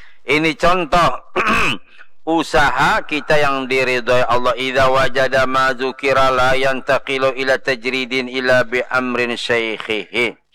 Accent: South Kalimantan, Indonesia; Kami Banjar bari kakanakan nyebat lapri.

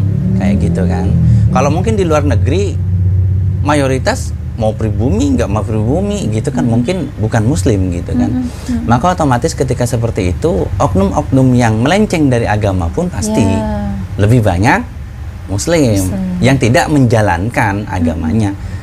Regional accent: Jakarta, Indonesia

